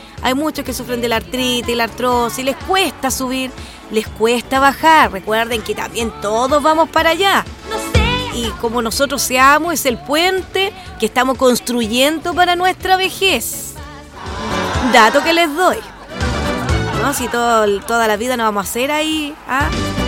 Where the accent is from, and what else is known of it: Chile